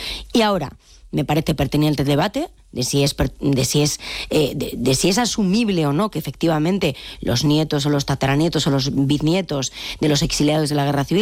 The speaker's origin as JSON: {"language": "Spanish", "region": "Galicia", "country": "Spain", "said": "¿Por qué yo como gallega no puedo votar en unas elecciones municipales y autonómicas en Galicia"}